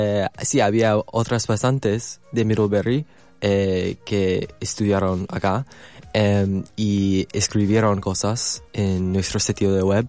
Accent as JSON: {"language": "Spanish", "country": "China", "second_language": "Spanish", "lives_now": "Argentina", "said": "También, la verdad, como persona chino, tengo amigos en Estados Unidos"}